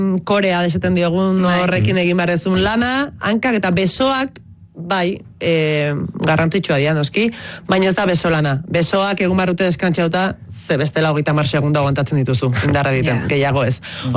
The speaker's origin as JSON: {"language": "Basque", "town": "Ibarra", "region": "Basque Country", "country": "Spain", "said": "ni Ibarrakoa naiz"}